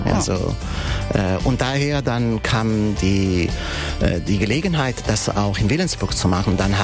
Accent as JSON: {"language": "German", "country": "Italy", "also_born_or_lived": "United States", "second_language": "German", "moved": "yes", "lives_now": "Hamburg, Germany", "said": "Ich bin Italiener."}